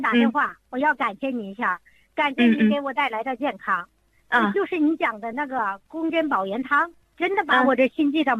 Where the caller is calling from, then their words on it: Shandong, China; 我家是山东的。